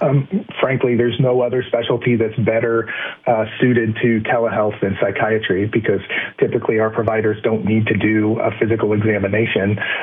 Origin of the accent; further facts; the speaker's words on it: Midwest, United States; I'm a Midwesterner, and we tend to think that it's not our business